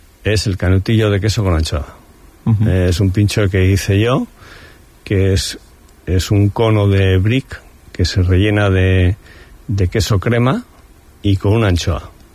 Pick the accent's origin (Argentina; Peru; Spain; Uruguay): Spain; San Sebastián, Basque Country; sobre todo yo que soy donostiarra